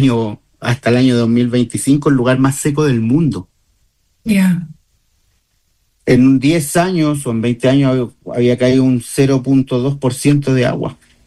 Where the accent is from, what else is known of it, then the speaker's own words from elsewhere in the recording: Talca, Maule, Chile; moved away as an adult; also born or lived in María Elena; now in Quillagua, Chile; De Talca y yo llegué el año 2013 a la comuna de María Elena a trabajar. Y ahí ejercí hasta el año 2023.